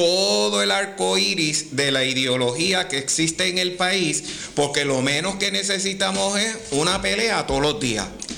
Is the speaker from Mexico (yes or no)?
no; Puerto Rico; los puertorriqueños no somos americanos.